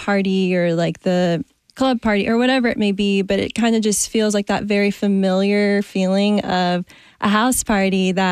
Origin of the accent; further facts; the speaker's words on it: Nashville, Tennessee, United States; My family's from Mexico, and I grew up here in Nashville, and I think listening to salsa and cumbia and rancheros